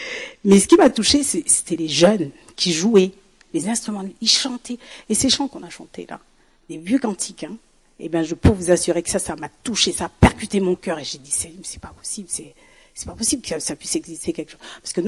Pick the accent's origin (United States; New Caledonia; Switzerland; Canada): New Caledonia; moved away as an adult; Je viens de la Nouvelle-Calédonie, j'ai oublié de vous me présenter. Je n'ai pas grandi ici, donc je suis arrivée ici, j'avais 26 ans.